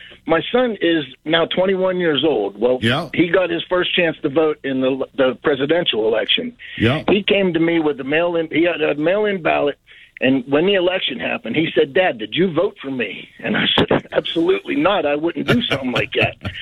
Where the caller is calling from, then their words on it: Pittsburgh, Pennsylvania, United States; But here in Pittsburgh, we have some tickets, or I got tickets on the mind.